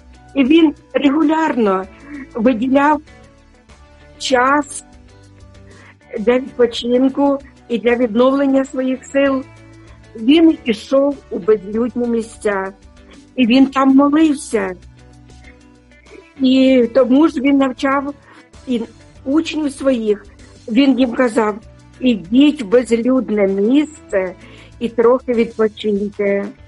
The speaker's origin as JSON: {"language": "Ukrainian", "town": "Sumy", "region": "Sumy Oblast", "country": "Ukraine", "tie": "born or raised there", "said": "Він захищає моє рідне місто Суми."}